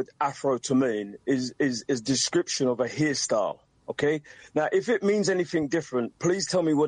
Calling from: East London, London, United Kingdom; I'm calling from East London, United Kingdom.

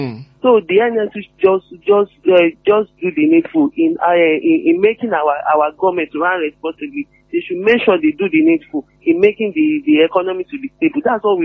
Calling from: Alakia, Oyo, Nigeria; calling from Alakia.

